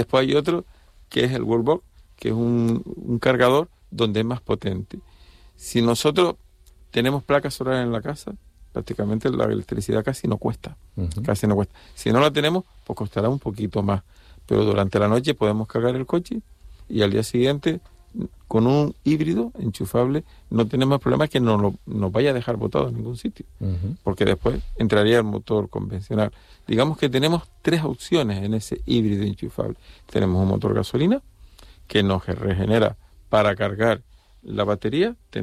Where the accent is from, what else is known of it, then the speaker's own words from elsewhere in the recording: Las Palmas, Canary Islands, Spain; Por ejemplo, Tenerife, aunque yo soy de origen de Las Palmas, uh-huh. pero Tenerife la conozco.